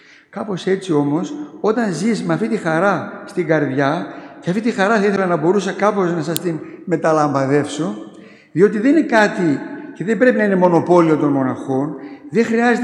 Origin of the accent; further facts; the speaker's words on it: Thessaloniki, Central Macedonia, Greece; εγώ Θεσσαλονίκη είμαι